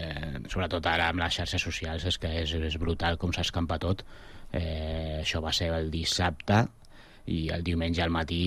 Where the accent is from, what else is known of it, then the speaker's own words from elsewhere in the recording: Sabadell, Catalonia, Spain; la gent que som de Sabadell, del Sabadell